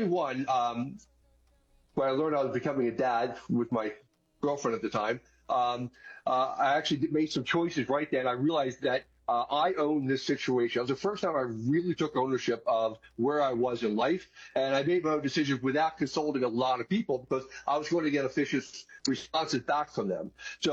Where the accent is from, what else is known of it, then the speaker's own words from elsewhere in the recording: Philadelphia, Pennsylvania, United States; Well, I'm from Philadelphia, outside of Philadelphia in the suburbs.